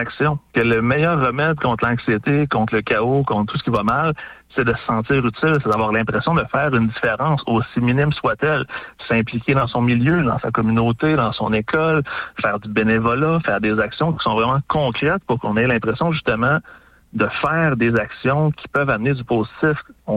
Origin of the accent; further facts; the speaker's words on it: Quebec, Canada; now in Rouyn-Noranda, Canada; nous en tant que Québécois